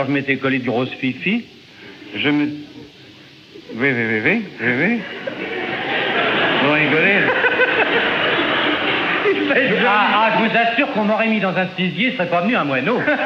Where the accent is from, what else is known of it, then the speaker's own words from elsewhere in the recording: Paris, Île-de-France, France; born there; je suis né à Paris, exactement rue de Sèvres, et on voit encore au 112 rue de Sèvres où je suis né. Je suis né au-dessus d'un marchand de parapluies